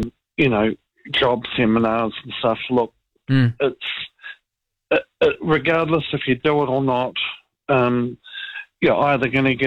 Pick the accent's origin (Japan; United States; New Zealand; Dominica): New Zealand; being the face as a Kiwi in New Zealand, you know, I don't even acknowledge myself and or other people on my own in public anymore, because you just don't feel like a Kiwi anymore